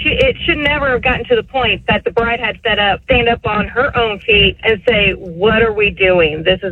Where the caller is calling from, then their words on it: Enid, Oklahoma, United States; I'm from Enid